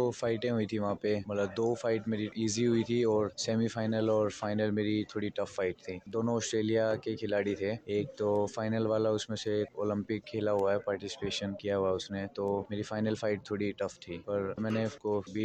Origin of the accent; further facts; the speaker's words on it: Delhi, India; sir मैं दिल्ली का रहने वाला हूँ, द्वारका मोड़ से यहाँ रहता हूँ मैं, द्वारका मोड़ पे